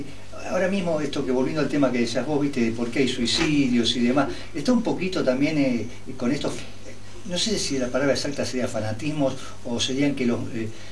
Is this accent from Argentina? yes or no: yes; Argentina; Pero viste cómo somos nosotros, los argentinos.